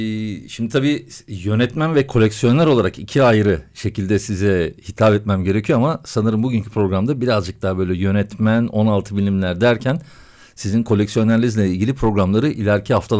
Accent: Istanbul, Turkey; biz sizinle hemşeriyiz. Modalıyız ikimiz de.

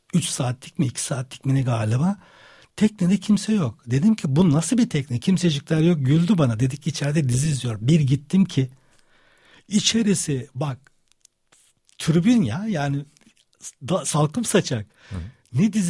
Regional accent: Çan, Çanakkale, Turkey; born there; doğduğum kasaba, Çanakkale'nin Çan ilçesindeki

